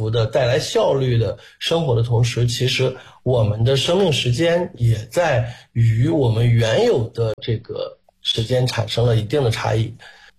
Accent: China; 我们中国人

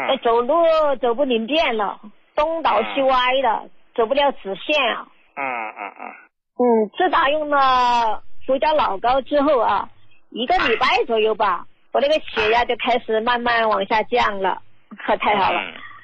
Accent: Xuzhou, Jiangsu, China; 我呢是来自江苏徐州的，

